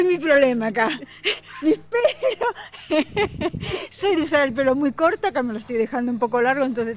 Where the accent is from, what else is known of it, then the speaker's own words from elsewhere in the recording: Buenos Aires, Argentina; Yo vengo de Buenos Aires y realmente los vientos acá son terribles.